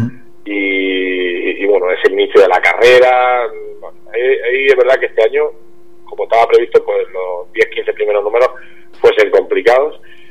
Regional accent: Caravaca de la Cruz, Region of Murcia, Spain; Me siento muy orgulloso de mi pueblo

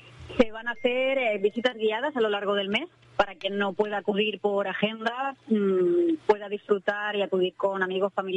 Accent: Bullas, Region of Murcia, Spain; born there; moved away; Ya sabes que yo en el catering voy a servir vino de mi pueblo, no puede faltar.

